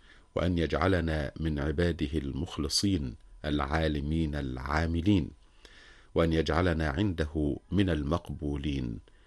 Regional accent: Egypt; بلدنا مصر

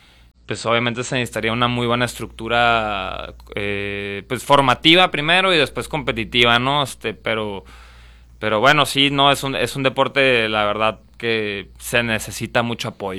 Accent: Hermosillo, Sonora, Mexico; Pues yo crecí aquí, yo nací aquí en Hermosillo, Sonora, mi familia pues es de aquí de Hermosillo

